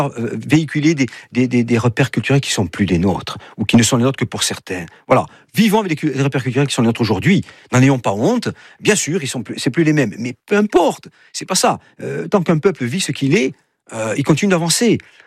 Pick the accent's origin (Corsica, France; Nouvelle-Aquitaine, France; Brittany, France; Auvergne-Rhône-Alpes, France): Corsica, France; on est des Corses aujourd'hui, de 2025, avec nos défauts, nos qualités.